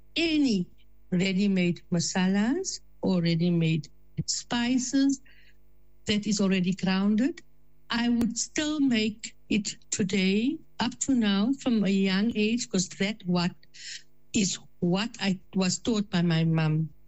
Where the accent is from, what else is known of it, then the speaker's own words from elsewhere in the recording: South Africa; born there; I was born in South Africa, my mom and them were brought in when they were very much young.